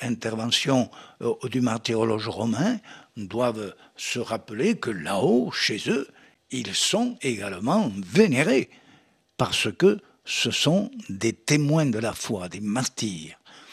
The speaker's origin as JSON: {"language": "French", "country": "France", "said": "Chez nous, en Gaule, dans le nord de la France"}